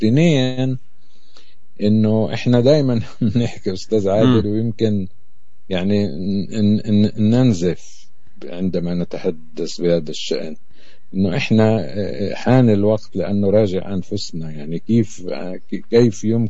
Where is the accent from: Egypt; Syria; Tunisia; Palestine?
Palestine; احنا كفلسطينيين